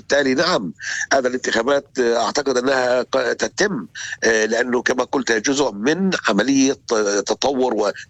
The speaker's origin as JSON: {"language": "Arabic", "country": "Palestine"}